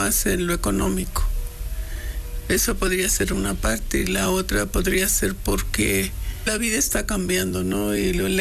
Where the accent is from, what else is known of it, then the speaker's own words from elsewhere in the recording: Puebla, Mexico; No, soy poblana.